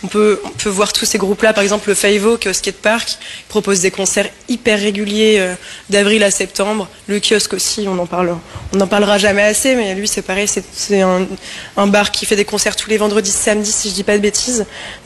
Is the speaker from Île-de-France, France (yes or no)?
no; Saint-Nazaire, Pays de la Loire, France; Je suis originaire de Saint-Nazaire.